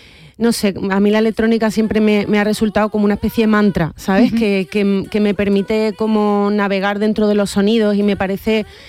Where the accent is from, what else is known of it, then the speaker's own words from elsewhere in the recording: Córdoba, Andalusia, Spain; aunque dejo mi raíz como andaluza, como cordobesa y ahí está en mi manera de cantar, mi manera de expresar